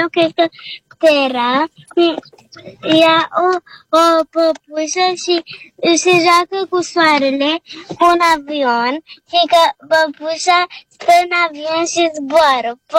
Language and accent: Romanian; Bucharest, Romania; din București. Am 8-9 ani